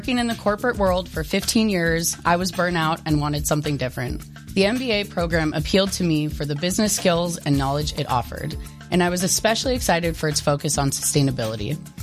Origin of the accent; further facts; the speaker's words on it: California, United States; I'm originally from Sonoma County.